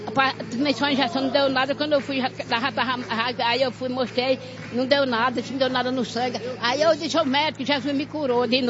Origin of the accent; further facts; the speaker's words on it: Paraíba, Brazil; moved away as an adult; Eu vim da Paraíba em 2010, morrendo, coração inchado, não tinha médico